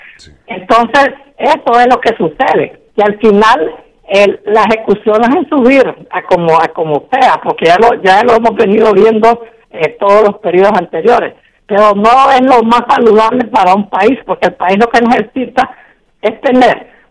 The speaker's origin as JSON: {"language": "Spanish", "country": "Honduras", "said": "nosotros los hondureños"}